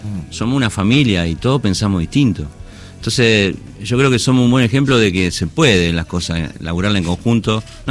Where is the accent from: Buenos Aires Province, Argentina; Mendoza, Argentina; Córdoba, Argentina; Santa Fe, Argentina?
Santa Fe, Argentina; Rosario; Somos unos rosarinos.